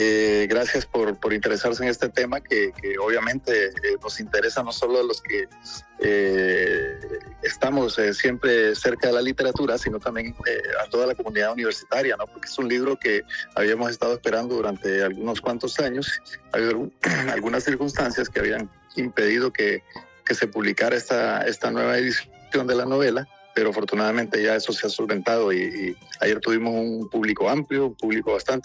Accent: Honduras

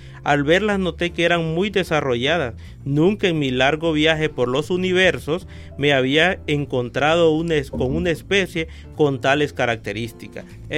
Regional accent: Honduras; en mi región, en mi país

